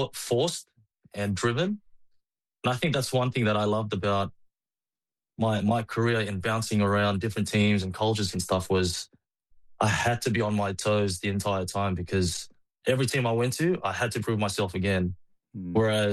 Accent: Australia; Growing up in Australia, I never thought I would be playing for the Flying Fijians. I think as a kid growing up in Australia, if you're playing rugby union, the Wallabies is like the ultimate goal.

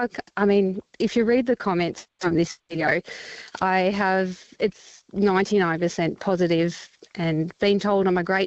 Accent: Victoria, Australia; I grew up in National Park, pretty much next door to a national park down south in Victoria.

